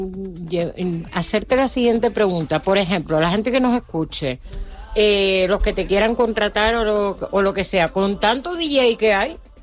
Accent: San Cristóbal de La Laguna, Canary Islands, Spain; yo soy de Taco, de barrio

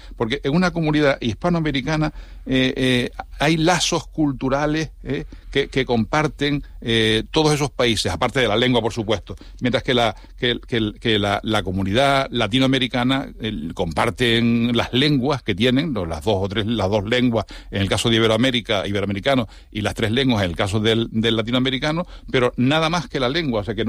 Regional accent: Spain; Los españoles somos hispanos

